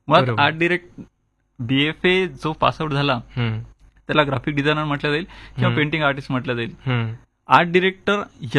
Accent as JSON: {"language": "Marathi", "town": "Yavatmal", "region": "Maharashtra", "country": "India", "tie": "born or raised there", "said": "मूळ माझं गाव यवतमाळचं, तिथनं चित्रकलेला लहानपणीपासून आवड होती."}